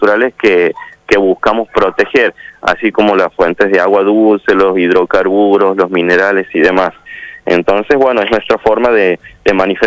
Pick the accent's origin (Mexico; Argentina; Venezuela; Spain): Argentina; pero en sí como ciudadanos argentinos a todos los espacios